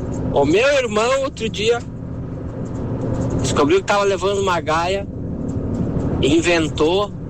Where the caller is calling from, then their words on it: Rio Grande do Sul, Brazil; Sou aqui do Rio Grande do Sul.